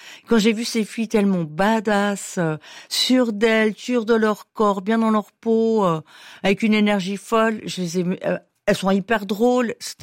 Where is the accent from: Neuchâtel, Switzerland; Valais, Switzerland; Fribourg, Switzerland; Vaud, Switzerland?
Valais, Switzerland; Saint-Maurice; quand j'étais petite, à Saint-Maurice, je savais que je voulais vivre dans une grande ville.